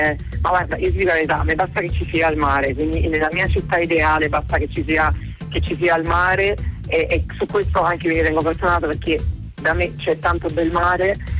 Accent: Naples, Campania, Italy; io mi sento fortunato di essere nato e cresciuto a Napoli

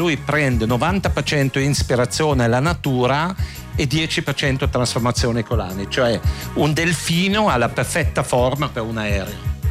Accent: Switzerland; siamo cresciuti insieme in Svizzera

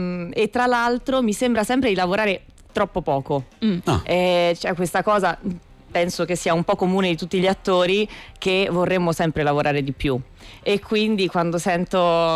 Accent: La Spezia, Liguria, Italy; moved away; io vengo dalla Spezia, che è una piccola, sì, provincia dove effettivamente il teatro e il cinema non sono proprio presi in considerazione nella carriera di una persona, una città portuale, militare

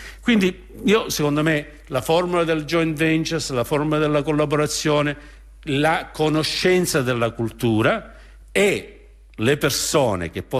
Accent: Australia; Io sono australiano di origine italiana

